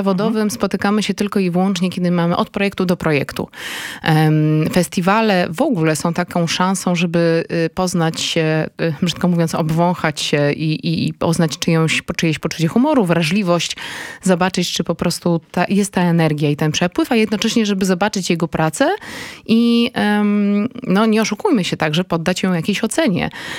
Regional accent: Warsaw, Masovian Voivodeship, Poland; jestem warszawianką

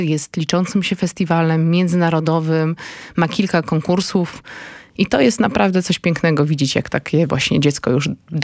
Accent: Warsaw, Masovian Voivodeship, Poland; jestem warszawianką

